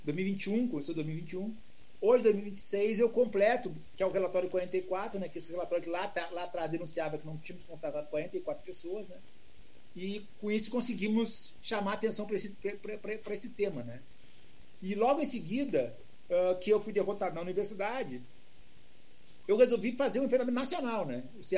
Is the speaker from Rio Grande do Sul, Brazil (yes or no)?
yes; Porto Alegre, Rio Grande do Sul, Brazil; moved away as an adult; now in Pernambuco/Bahia sertão, Brazil; Eu sou gaúcho, né, de Porto Alegre, mas eu estou aqui há 17 anos no sertão, né, no sertão de Pernambuco, Bahia, na Universidade Federal do Vale de São Francisco.